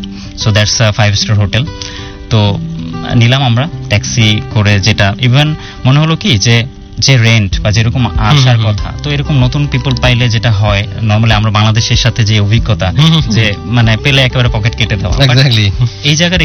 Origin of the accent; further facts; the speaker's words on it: Bangladesh; আমরা বাংলাদেশি বাঙালিরা